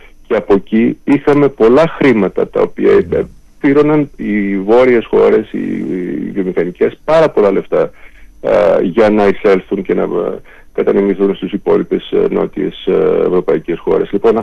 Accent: Greece

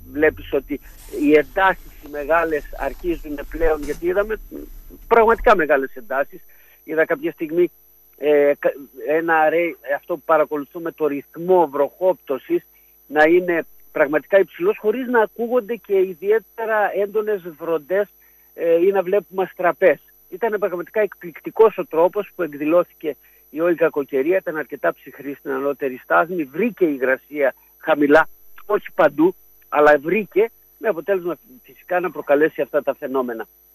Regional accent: Fourfouras, Crete, Greece; είναι από εκεί από τα μέρη μου στο Φουρφουράο

